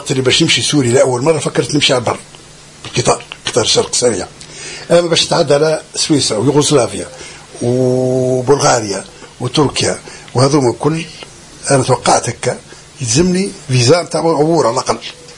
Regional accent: Tunisia; also born or lived in Syria

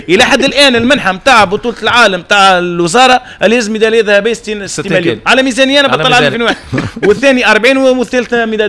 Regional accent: Tunisia; انا طلعت من تونس وخدمت ستاف تونسي وتعب تونسي

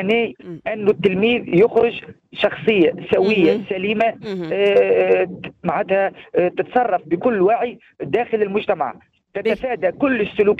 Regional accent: Mezzouna, Sidi Bouzid, Tunisia; also born or lived in Metlaoui; وحاليا في مدينة المزونة مدينة الأم مسقط رأسي

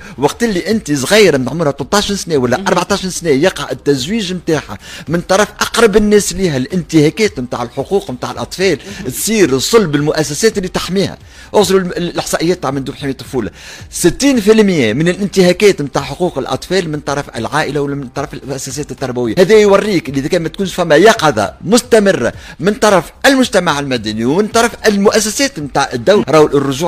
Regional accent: Tunisia; احنا كذلك الوعي نتاعنا مرتفع في تونس

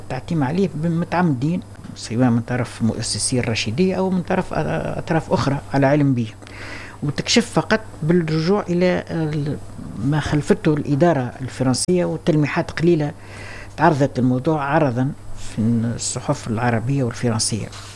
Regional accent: Tunisia; accent: Tunisian; كما نقولوا باللغة بلهجتنا التونسية.

